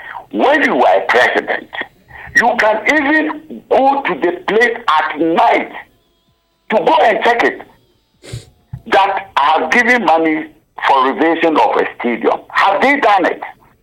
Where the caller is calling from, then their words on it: Kathmandu, Bagmati, Nepal; I'm calling this from Kathmandu.